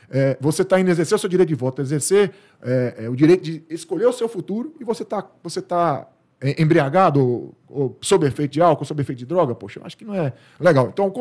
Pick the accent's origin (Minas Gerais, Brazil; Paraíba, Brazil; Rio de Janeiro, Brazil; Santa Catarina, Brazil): Minas Gerais, Brazil; Como bom mineiro, né?